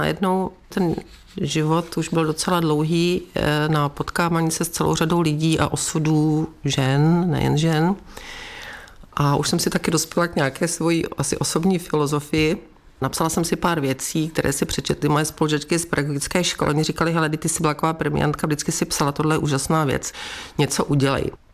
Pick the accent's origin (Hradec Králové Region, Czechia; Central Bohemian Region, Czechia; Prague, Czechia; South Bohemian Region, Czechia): South Bohemian Region, Czechia; Český Krumlov; jsem z Českého Krumlova, který tu kulturu vždycky dokázal a uměl